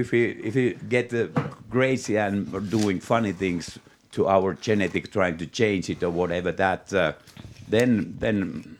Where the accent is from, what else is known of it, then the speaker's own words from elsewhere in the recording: Finland; first language Finnish; English is a second language; my mother language, mikä tässä tapauksessa on luonnollisesti suomen kieli.